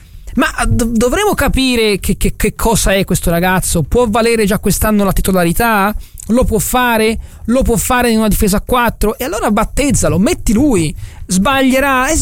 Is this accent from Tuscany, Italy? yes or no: yes; Tuscany, Italy; salutiamo gli amici di Rocca Tederighi, o di Tatti o di Boccheggiano, che sono le zone della mia terra maremmana, o di Prata, dove ho un ottimo appartamento e dove vado in vacanza da sempre.